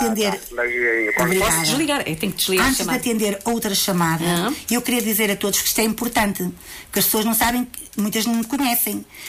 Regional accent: Vila Praia de Âncora, Norte, Portugal; sou de Vila Praia da Âncora.

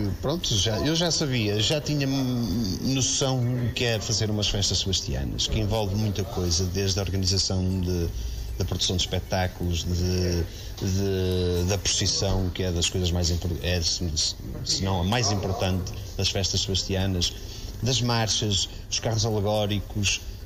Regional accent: Norte, Portugal; as festas da minha terra são as melhores festas do norte do país

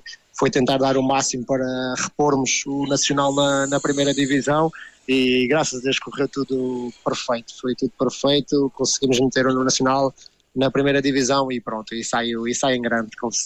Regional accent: Beja, Alentejo, Portugal; lá nas Neves, na minha terra, Nossa Senhora das Neves

